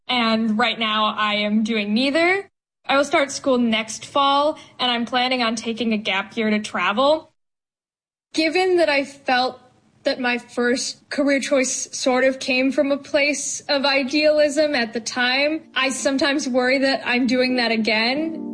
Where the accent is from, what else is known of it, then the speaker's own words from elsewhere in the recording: Bethesda, Maryland, United States; I'm from Bethesda, Maryland. I'm 22 years old.